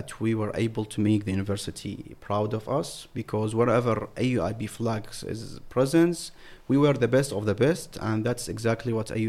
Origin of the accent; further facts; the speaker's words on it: Iraq; where are you from … ? And I said, Iraq.